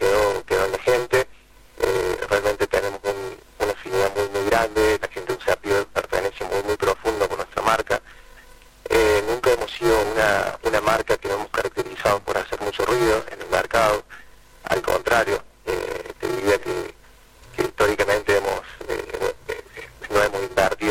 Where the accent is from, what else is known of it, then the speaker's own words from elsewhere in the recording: Córdoba, Argentina; Nosotros somos de Alta Córdoba. Salimos estando donde nacimos, sí. Así bueno, desde acá no nos hemos movido, digamos.